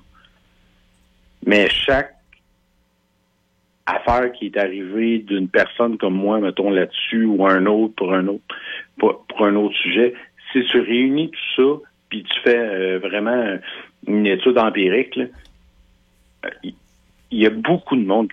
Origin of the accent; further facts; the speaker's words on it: Drummondville, Quebec, Canada; Puis je viens de Drummondville, OK?